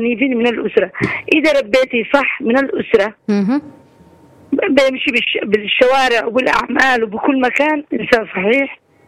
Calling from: Yemen; نحن اليمنيين

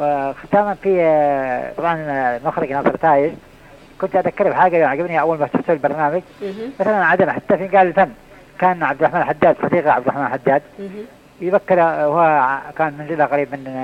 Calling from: Aden, Yemen; عندنا في عدن المنتديات الثقافية

